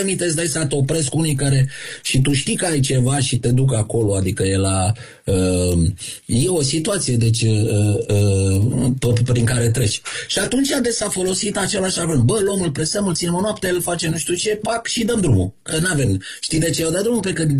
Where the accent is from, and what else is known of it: Romania